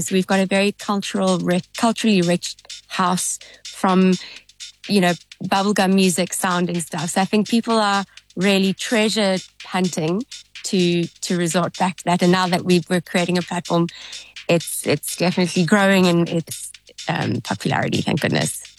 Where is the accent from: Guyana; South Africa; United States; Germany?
South Africa; So I think it's obviously, being South African, I'm super proud.